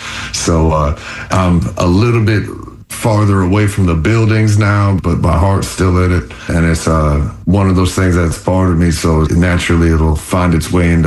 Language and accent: English; Orlando, Florida, United States; now in Tampa, United States; I moved specifically to Tampa Bay from Orlando, where I grew up, because there was support for live music.